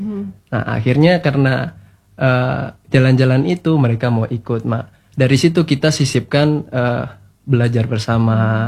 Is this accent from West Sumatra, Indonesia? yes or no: yes; West Sumatra, Indonesia; now in Sumba, Indonesia; Asli saya dari Sumatera Barat.